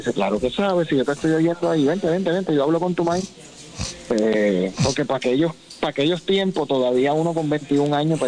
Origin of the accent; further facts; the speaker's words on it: Toa Alta, Puerto Rico; moved away as an adult; now in Kissimmee, United States; Yo soy natural de Toa Alta. Me crié toda la vida en Toa Alta, aunque ahora vivo fuera de Puerto Rico. Estoy en la ciudad de Kissimmee hace 10 años.